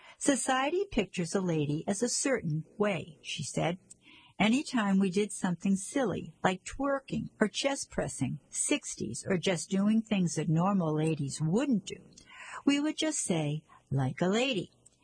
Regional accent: Brockton, Massachusetts, United States; I'm from Brockton, however.

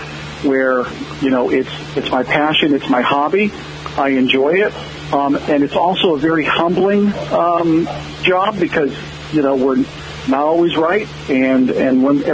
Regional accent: Connecticut, United States; moved away as an adult; I grew up in Connecticut

